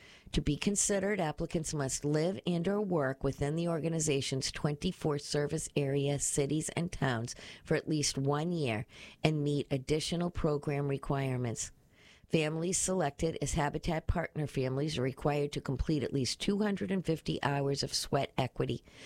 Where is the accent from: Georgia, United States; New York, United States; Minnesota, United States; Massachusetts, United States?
Massachusetts, United States; Brockton; born or raised there